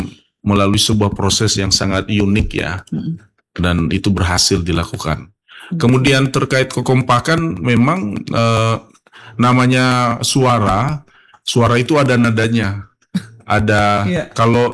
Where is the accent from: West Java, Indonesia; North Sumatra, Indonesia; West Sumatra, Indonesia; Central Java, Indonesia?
North Sumatra, Indonesia; ya. Batak ya, kemudian ada Simalungun, ya kemudian ada Medan, ada Deli Serdang, Kota Melayu, kemudian ada kita Nias, ya suku Nias.